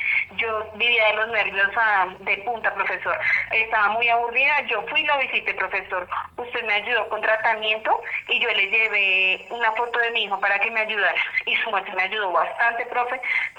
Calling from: Medellín, Antioquia, Colombia; lo llamo desde Medellín, Antioquia, del barrio San Javier.

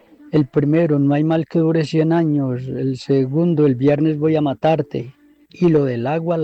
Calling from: Sonsón, Antioquia, Colombia; Estoy reportando sintonía … el corrimiento de los medios de Sonsón.

